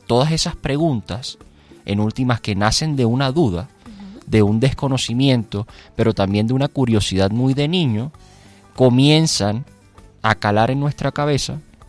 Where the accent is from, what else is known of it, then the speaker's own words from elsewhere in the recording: Cartagena, Bolívar, Colombia; Soy cartagenero, tengo 29 años, soy abogado, pero antes que todo soy un hijo amado de Dios